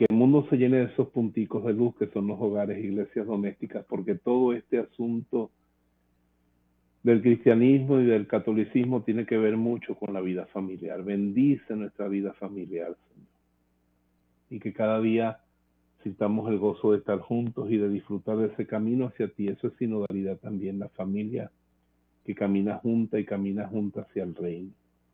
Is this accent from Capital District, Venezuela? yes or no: no; Aguirre, Carabobo, Venezuela; moved away; en Aguirre, allá en mi tierra